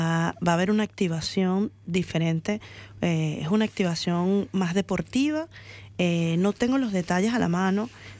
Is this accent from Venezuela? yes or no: yes; Venezuela; now in Melbourne, Australia